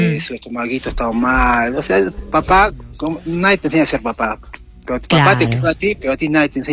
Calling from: Paucarpata, Arequipa, Peru; Paucarpata

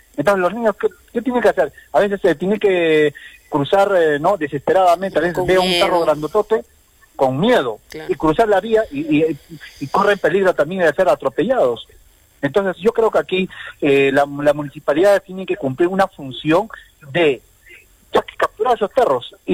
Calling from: Arequipa, Peru; Soy vecino de Mariano Melgar.

